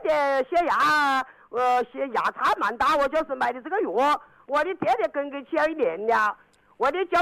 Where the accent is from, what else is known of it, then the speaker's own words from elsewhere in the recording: Wuhan, Hubei, China; 哎，大吉街农田村。